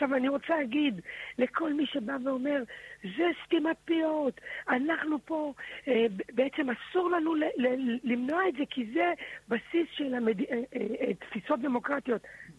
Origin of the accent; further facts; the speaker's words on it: Beersheba, Southern District, Israel; אני גדלתי בבאר שבע. באר שבע זה זורם לי בברידים, בסדר?